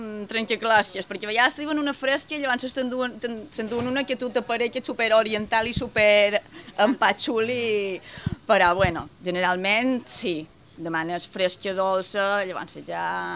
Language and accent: Catalan; Felanitx, Balearic Islands, Spain; Ja me fa llàstima, perquè jo, per exemple, ja som de Porto Colom, i Felanitx, que ha estat el meu poble tota la vida, és un poble mort